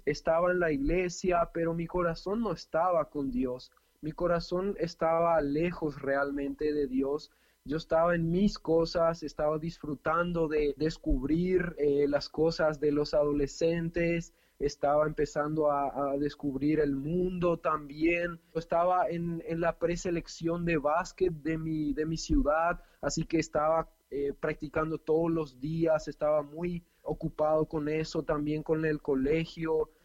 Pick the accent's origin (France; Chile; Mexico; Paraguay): Paraguay; born there; estamos viviendo acá en Paraguay, y tengo dos hermanitas también, una hermana que nació acá en Paraguay, yo nací en Paraguay también, y la más pequeña nació hace casi un año también acá en Paraguay.